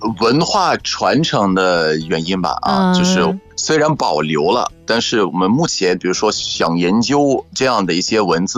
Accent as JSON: {"language": "Chinese", "country": "Egypt", "second_language": "Chinese", "moved": "yes"}